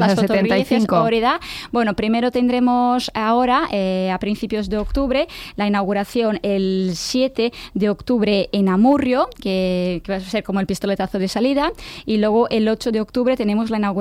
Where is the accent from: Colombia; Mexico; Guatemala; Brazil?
Brazil; now in Bilbao, Spain; pues yo soy de Abiyala, Betis atendote brasileko bilbotarra naizela, que soy brasileña de Bilbao. Y bueno, pues nada, pues me ha tocado nacer en Brasil y desde Euskal Herria